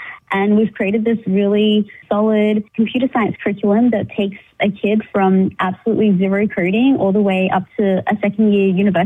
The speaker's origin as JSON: {"language": "English", "town": "Cairns", "region": "Queensland", "country": "Australia", "tie": "born or raised there", "moved": "as an adult", "lives_now": "United States", "said": "I was from Cairns in Far North Queensland, and there really wasn't any opportunity for me to learn."}